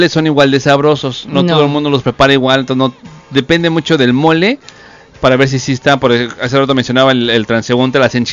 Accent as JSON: {"language": "Spanish", "region": "Mexico City", "country": "Mexico", "said": "Los que somos chilangos"}